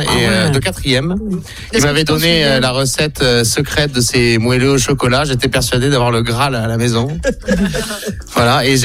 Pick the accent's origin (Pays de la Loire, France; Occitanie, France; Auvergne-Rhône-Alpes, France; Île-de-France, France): Occitanie, France; Fronton; moi, j'ai grandi à Fronton et Léa, elle a grandi à Boulogne. Donc c'est pas très très loin, on était au lycée ensemble et on a voulu retourner sur nos terres